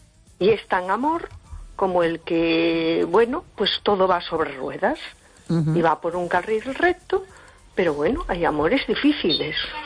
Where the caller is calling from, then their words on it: A Coruña, Galicia, Spain; de Coruña.